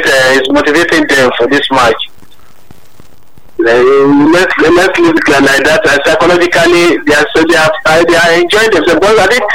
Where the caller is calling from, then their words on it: Fagba, Lagos, Nigeria; Oh, we are calling from Fagba.